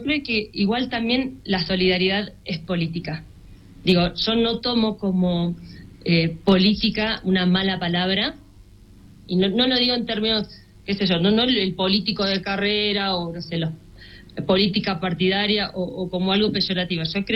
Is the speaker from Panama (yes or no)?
no; Argentina; Y también Rodrigo Paz tiene el apoyo del presidente Javier Milei, que es presidente en mi país, que hace 3 años que está gobernando mi país